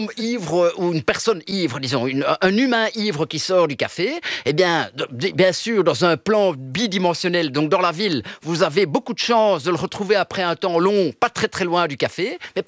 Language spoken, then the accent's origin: French; Belgium; accent: Belgian; first language Italian; French is a second language; also born or lived in Italy; now in Brussels, Belgium; J'ai grandi jusqu'à 5 ans et demi en italien. Oui. J'ai fait le jardin d'enfants, je suis arrivé au mois d'août en Belgique à 5 ans et demi, donc là je ne connaissais pas un mot de français.